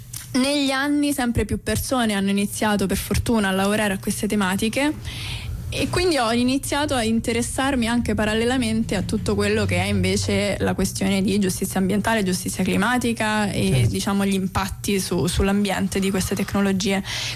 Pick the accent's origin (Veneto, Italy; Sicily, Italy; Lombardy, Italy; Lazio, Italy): Lazio, Italy; Rome; Poi nessuno, okay, di noi vive nello stesso posto da cui proviene, tranne me, che, okay, sono di Roma e vengo da Roma e sto